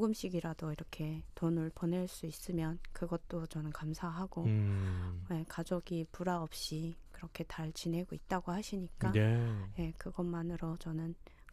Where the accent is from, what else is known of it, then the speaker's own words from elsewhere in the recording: North Korea; now in South Korea; 저와 같은 탈북민들이